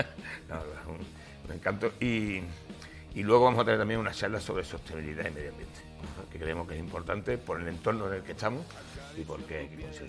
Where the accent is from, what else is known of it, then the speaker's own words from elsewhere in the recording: El Bosque, Andalusia, Spain; nosotros, que somos del Bosque, aunque uno es de Huelva.